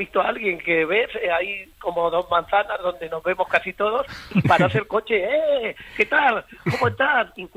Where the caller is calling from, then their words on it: Tobarra, Castilla-La Mancha, Spain; Al lado de Pozondo, estamos casi igual.